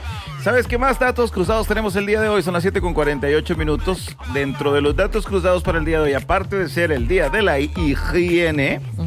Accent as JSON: {"language": "Spanish", "town": "Moravia", "region": "San José", "country": "Costa Rica", "said": "yo soy de Moravia"}